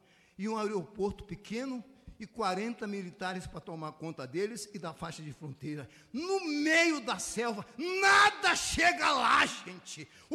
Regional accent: Amazon, Brazil; Eu sou da Amazônia, operei muitos anos na Amazônia.

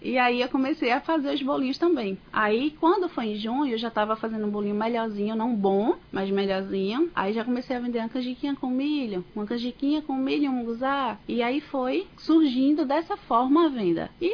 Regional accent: Bezerros, Pernambuco, Brazil; also born or lived in Recife; Minha família é toda de Bezerros, né? Eu sou nascida em Recife, criada em Bezerros.

